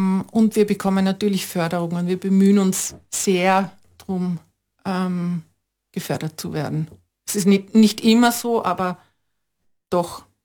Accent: Vienna, Austria; ich komme aus Wien, ja, und, Und es ist vielleicht da auch so

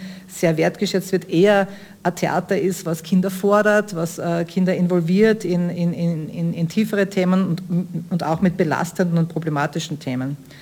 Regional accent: Schladming, Styria, Austria; born there; Also ich bin in Schladming geboren, aber meine Eltern waren die Zurkroasten.

